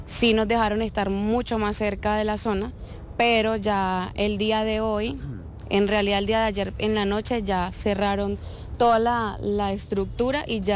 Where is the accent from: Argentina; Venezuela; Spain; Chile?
Venezuela; Soy venezolana y vi la situación que pasó en mi país